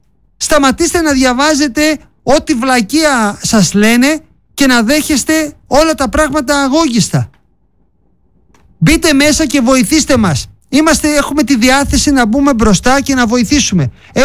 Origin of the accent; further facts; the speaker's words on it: Greece; Έχω πολλά χρόνια σε αυτόν τον τόπο να ζήσω και δεν θέλω να φύγω από τον τόπο μου να ζήσω. Είμαι περήφανος που είμαι Έλληνας. Θέλω να είμαι στη χώρα μου.